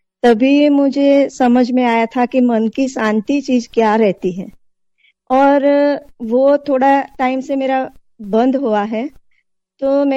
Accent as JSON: {"language": "Hindi", "town": "Surat", "region": "Gujarat", "country": "India", "said": "मैं सूरत से हूँ।"}